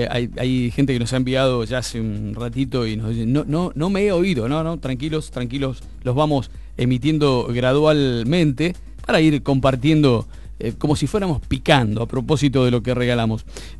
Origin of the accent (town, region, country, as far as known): General Villegas, Buenos Aires Province, Argentina